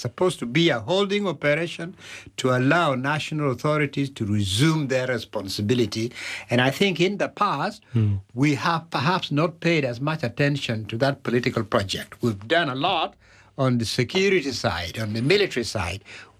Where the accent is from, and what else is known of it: Uganda; also born or lived in North America; now in Western Europe